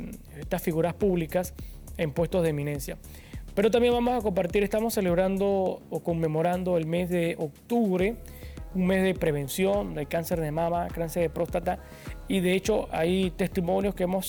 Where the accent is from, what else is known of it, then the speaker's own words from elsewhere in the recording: Chitré, Herrera, Panama; Yo que soy de Chitré, sé que allá el sol no para, no tiene clemencia